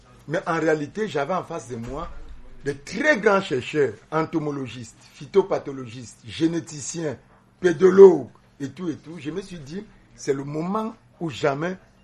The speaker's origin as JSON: {"language": "French", "country": "Cameroon", "said": "en tant que Camerounais"}